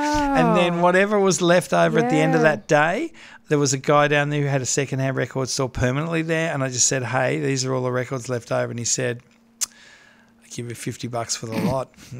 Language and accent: English; Tasmania, Australia; moved away; I grew up in Tassie